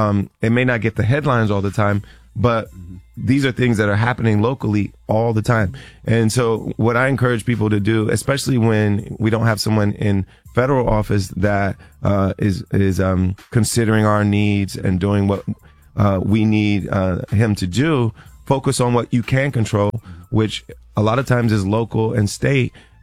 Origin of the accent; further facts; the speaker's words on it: Ohio, United States; my home state of Ohio.